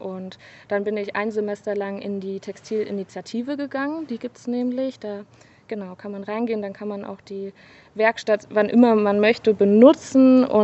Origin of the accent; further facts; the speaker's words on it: Leipzig, Saxony, Germany; moved away as an adult; now in Weimar, Germany; Nee, in Leipzig habe ich davor studiert. Genau, ich komme auch aus Leipzig.